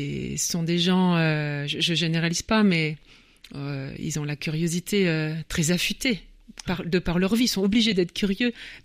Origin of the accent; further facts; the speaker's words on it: France; Oui, mais même en tant que Français